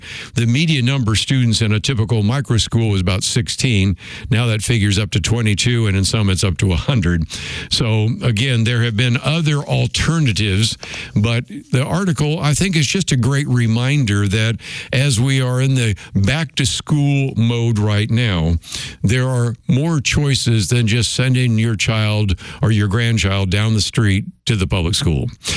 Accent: California, United States; and I grew up in the Bay Area, so I know this only so well

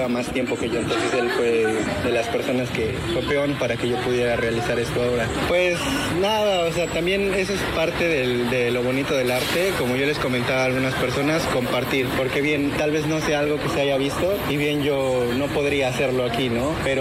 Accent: Puebla, Mexico; now in Coatzacoalcos, Mexico; tengo varios amigos en la ciudad de Puebla, de donde yo soy

